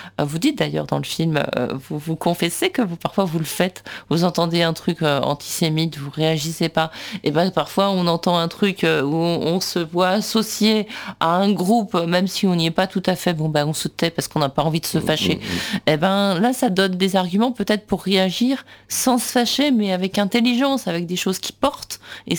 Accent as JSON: {"language": "French", "country": "France", "said": "moi, je ne suis pas d'origine juive, mais ceci dit, je suis française"}